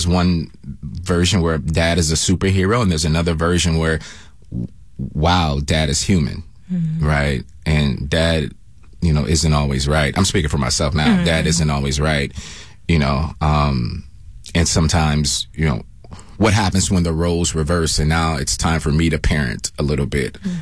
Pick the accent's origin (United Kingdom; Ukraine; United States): United Kingdom; England; Listen, I'm an English guy.